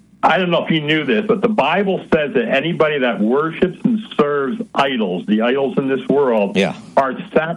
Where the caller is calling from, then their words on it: New York, United States; in New York.